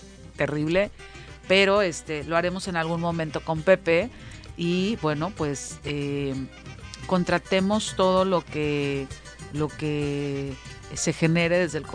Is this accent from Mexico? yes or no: yes; Mexico; yo, como mexicana, cuando veo una película de … o de María Félix o de Pardavé, a mí me da algo.